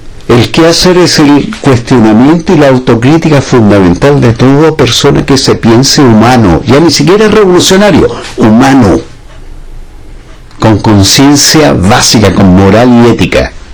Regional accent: Argentina

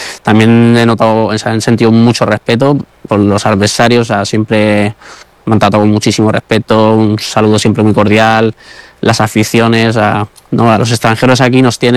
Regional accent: Toledo, Castilla-La Mancha, Spain; moved away as an adult; now in Russia; Yo cuando tomé la decisión de ir a Rusia sí que hablé con varios entrenadores. De hecho, en mi ciudad natal, en Toledo, hay tres entrenadores que entrenaron aquí en Rusia.

